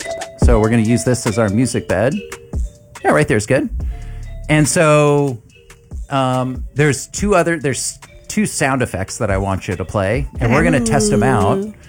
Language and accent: English; California, United States; moved away as an adult; I moved out of Southern California for school and stuff. So, mm-hmm. like all throughout my 20s and most of my 30s was in other parts of the country and the world.